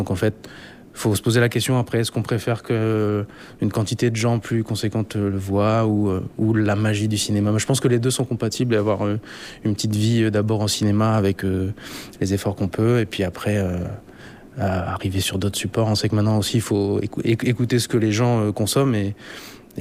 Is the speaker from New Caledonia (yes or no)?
yes; New Caledonia; en tant que calédonien